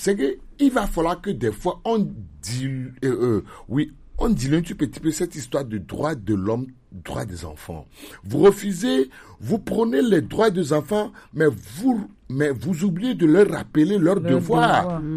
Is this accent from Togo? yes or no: yes; Togo; je suis togolais